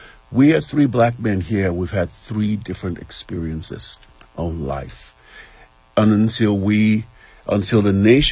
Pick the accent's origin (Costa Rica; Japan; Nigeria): Nigeria; now in United States; I grew up in Nigeria